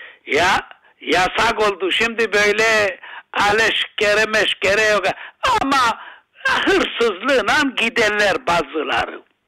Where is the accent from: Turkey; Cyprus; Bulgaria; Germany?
Cyprus; Larnaca District; born there; now in Yeni Boğaziçi (Ayios Sergios), Cyprus; Ben benim köyüm eski köyüm Aytotoru Yeni Boğaziçi. Şimdi benim yeni köyüm yeni Ayasergi Yeni Boğaziçi.